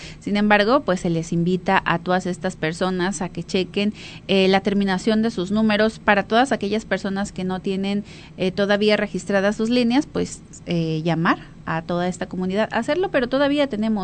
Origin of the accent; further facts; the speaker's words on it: Mexico; O sea que como buenos mexicanos va a esperar a que le suspendan la línea para poder hacer ese registro.